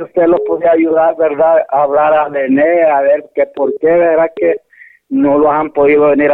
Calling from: Yuscarán, El Paraíso, Honduras; Aquí es el Zacate del Cordoncillo, en Yuscarán

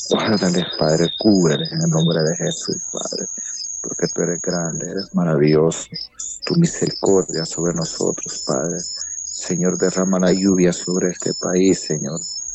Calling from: Tegucigalpa, Francisco Morazán, Honduras; Tegucigalpa

